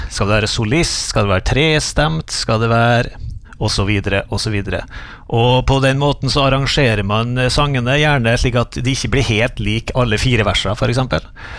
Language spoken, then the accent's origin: Norwegian; Tingvoll, Møre og Romsdal, Norway; på Tingvoll, der jeg vokste opp.